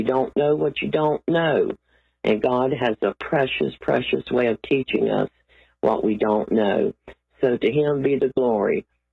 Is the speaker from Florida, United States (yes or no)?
yes; Florida, United States; I'm from Florida.